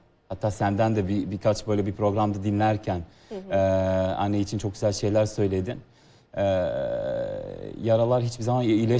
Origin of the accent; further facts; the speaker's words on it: Serbia; Turkish is a second language; moved away; Evet, Sırbistan'ın milli kayakçısıydım.